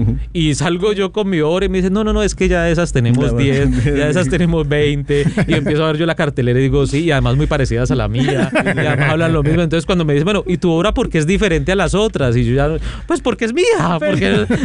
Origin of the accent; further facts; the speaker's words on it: Cali, Valle del Cauca, Colombia; me siento en mi ciudad, Cali, yo soy de Cali